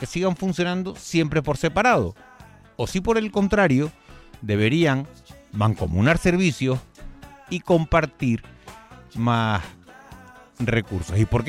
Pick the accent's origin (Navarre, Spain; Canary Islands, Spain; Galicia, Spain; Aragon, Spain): Canary Islands, Spain; Santa Cruz de Tenerife; tú eres de La Laguna y yo soy de Santa Cruz.